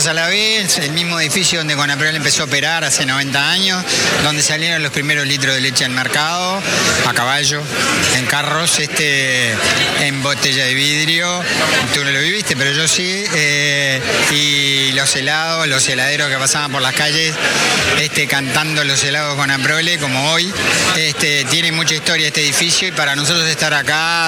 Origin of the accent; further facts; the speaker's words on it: Uruguay; pero sobre todo como uruguayo